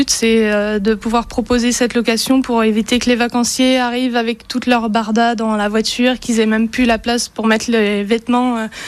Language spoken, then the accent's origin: French; Pays de la Loire, France; moved away as an adult; now in Saint-Gilles-Croix-de-Vie, France; Je viens de la Sarthe. On est dans la région depuis 3 ans